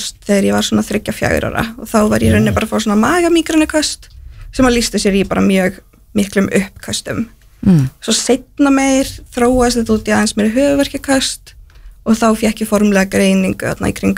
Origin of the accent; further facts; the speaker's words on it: Njarðvík, Southern Peninsula, Iceland; Þegar ég var yngri og bjó ég sett fættu upp alveg í Njarvík